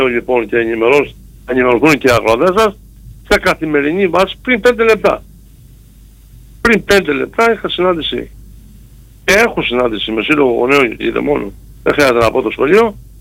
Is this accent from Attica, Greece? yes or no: no; Volimes, Ionian Islands, Greece; στο χωριό μου, στις Βολίμες.